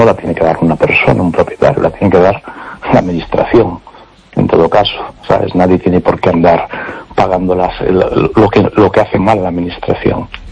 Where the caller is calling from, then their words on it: A Coruña, Galicia, Spain; Hola, buenas noches … de Coruña.